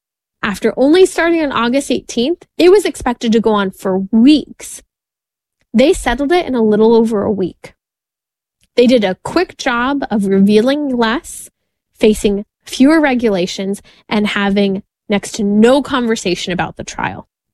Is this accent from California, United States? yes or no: yes; California, United States; we have my home state of California